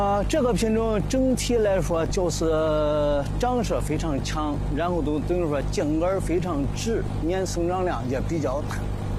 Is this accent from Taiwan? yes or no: no; Luoyang, Henan, China; 咱是土生土长的这个洛阳人，老家西安县也是相对来说偏僻的小山村。